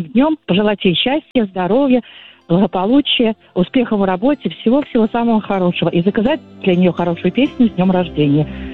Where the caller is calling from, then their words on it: Moscow, Russia; я звоню вам из Москвы.